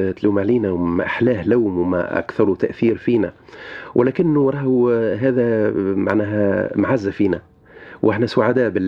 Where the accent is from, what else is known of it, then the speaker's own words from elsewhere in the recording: Tunis, Tunis Governorate, Tunisia; سامحني الحومه اللي تربيت فيها في تونس انا